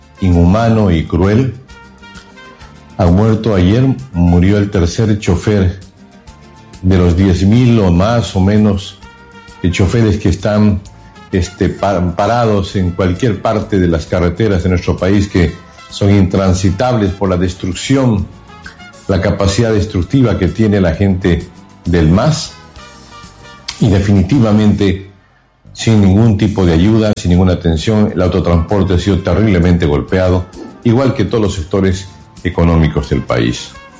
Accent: Bolivia

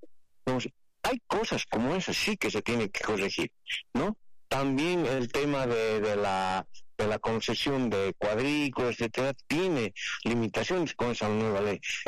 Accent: Bolivia

